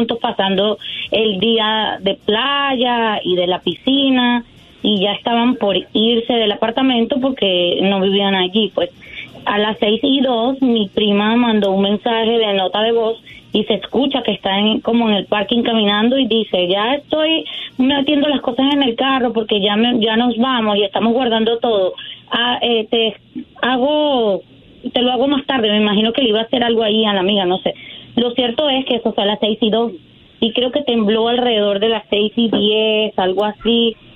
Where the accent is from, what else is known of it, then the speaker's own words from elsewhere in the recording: Venezuela; moved away; Tenía 11 años que no lo veo. 11 años que salí de Venezuela, me vine a estudiar acá, estudié inglés, luego estudié en la Universidad Multicultural Studies